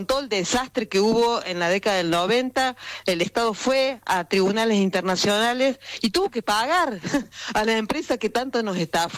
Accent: Córdoba, Argentina; accent: Cordobés; now in Buenos Aires, Argentina; Soy de Córdoba, pero sí vivo acá en Buenos Aires.

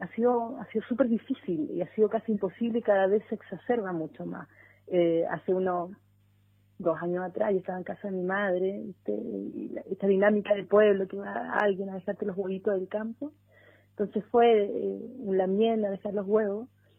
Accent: Traiguén, Araucanía, Chile; moved away as an adult; now in Santiago, Chile; Llevo ya 10 años, pero vengo del sur, vengo del Gualmapu. Estudié en la Universidad de la Frontera y crecí en un pueblito muy chiquito, un pueblito agrícola triguero que se llama Traillén

